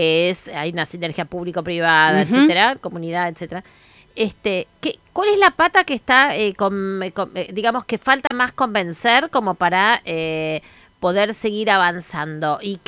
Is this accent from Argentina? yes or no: yes; Buenos Aires, Argentina; nosotros pensamos que somos porteños